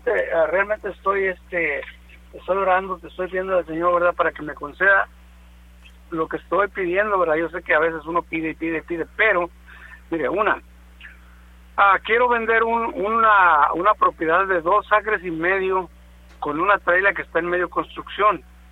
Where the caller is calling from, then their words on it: Corpus Christi, Texas, United States; de acá del área de Corpus.